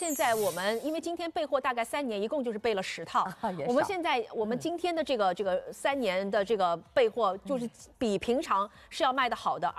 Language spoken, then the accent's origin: Chinese; Jiangxi, China; 因为我们江西人是爱吃乌鸡的